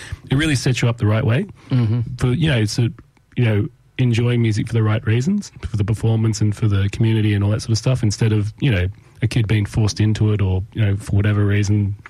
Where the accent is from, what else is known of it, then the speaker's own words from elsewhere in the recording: Tamworth, New South Wales, Australia; I grew up in Tamworth, yes.